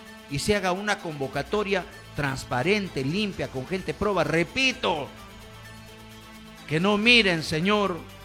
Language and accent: Spanish; Peru; yo, como peruano